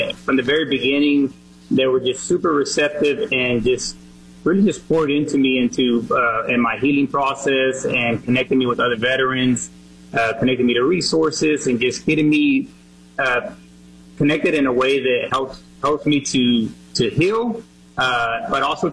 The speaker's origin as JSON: {"language": "English", "town": "Fort Worth", "region": "Texas", "country": "United States", "tie": "born or raised there", "said": "At the age of two, I ended up, we moved to Texas, and I was raised there in Fort Worth."}